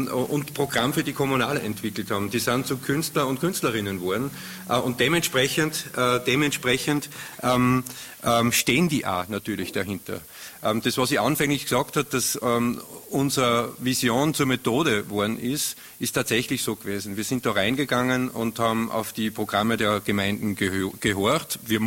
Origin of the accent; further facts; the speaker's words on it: Upper Austria, Austria; wir als Oberösterreicher, das was uns ausmacht, ist das, dass wir eigentlich von Tal zu Tal hinter jenen Hügeln einen leicht anderen Dialekt haben, leicht andere Attitüde haben.